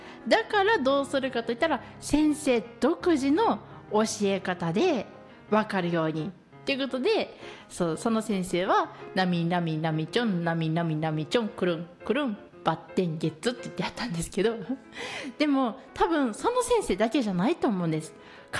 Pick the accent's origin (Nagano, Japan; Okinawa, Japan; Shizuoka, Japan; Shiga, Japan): Shiga, Japan; Higashiomi; 私あの東近江市の五箇所出身なんで